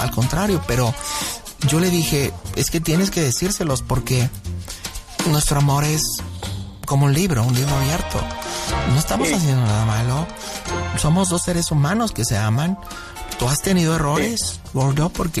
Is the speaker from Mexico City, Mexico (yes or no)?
no; Sonoita, Sonora, Mexico; born there; yo tengo 26 años y yo nací en Sonoita. Ahí viví hasta los 4.